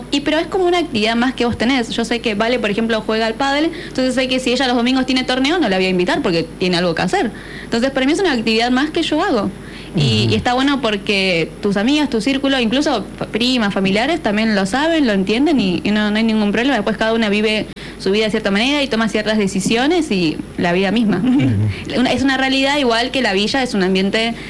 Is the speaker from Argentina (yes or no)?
yes; Buenos Aires, Argentina; Yo vengo de Buenos Aires, de Capital, y toda mi primaria, mi secundaria la hice en instituciones públicas.